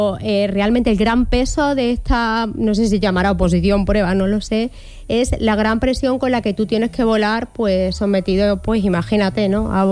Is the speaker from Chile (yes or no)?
no; Magacela, Extremadura, Spain; en mi pueblo, que es muy chico